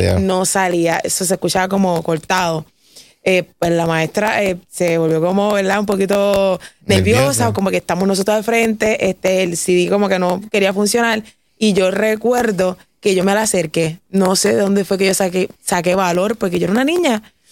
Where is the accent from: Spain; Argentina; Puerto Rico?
Puerto Rico; San Juan; yo me crié en el pueblo de San Juan, en Santurce, en el Callejón Progreso. Yo básicamente me crié en una casita de madera, en un callejón